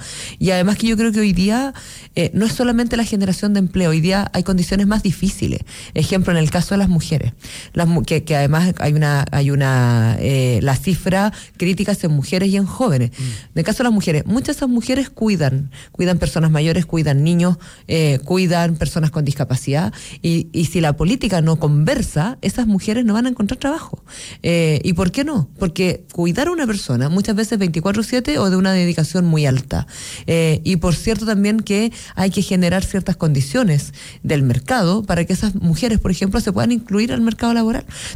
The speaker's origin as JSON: {"language": "Spanish", "town": "Santiago", "region": "Santiago Metropolitan Region", "country": "Chile", "tie": "born or raised there", "said": "yo soy de toda la vida de Quinta Normal. Yo nací en Quinta Normal, vivo en Quinta Normal."}